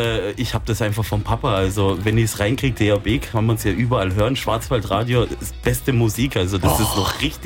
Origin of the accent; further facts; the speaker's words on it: Dingolfing, Bavaria, Germany; Wir kommen ja aus Dingolfing, also wir führen dort ein Recyclingunternehmen, jetzt in zweiter Generation.